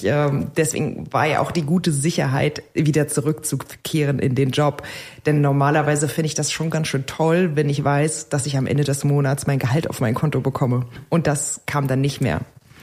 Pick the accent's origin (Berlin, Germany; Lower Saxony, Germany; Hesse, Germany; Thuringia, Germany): Berlin, Germany; Aber ich bin einfach eine dumme Berlinerin